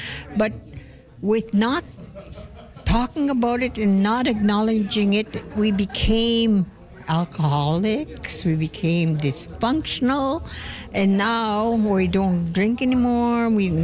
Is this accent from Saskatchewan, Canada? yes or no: yes; Beardy's and Okemasis First Nation, Saskatchewan, Canada; now in Saskatoon, Canada; I'm from Beardies and Okemosis First Nation.